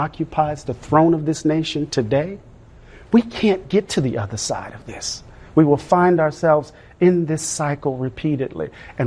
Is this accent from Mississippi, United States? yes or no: yes; Mississippi, United States; I'm from Mississippi.